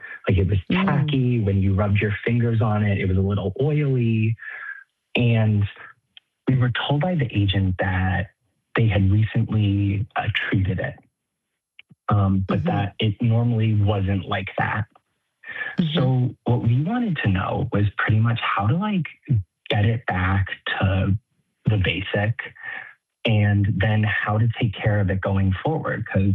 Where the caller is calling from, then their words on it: South Dartmouth, Massachusetts, United States; I am calling from South Dartmouth, Massachusetts.